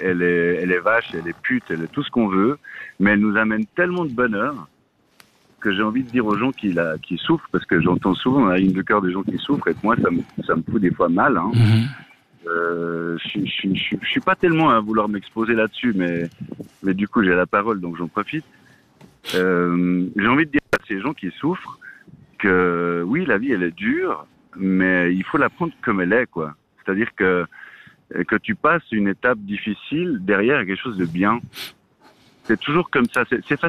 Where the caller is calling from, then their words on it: Valais, Switzerland; Je te dis-tu parce que je suis en Valais, et puis en Valais, il y a tout le monde qui se dit tu